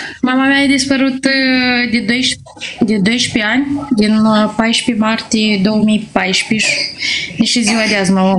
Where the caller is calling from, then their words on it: Moldova; eu sunt din Republica Moldova.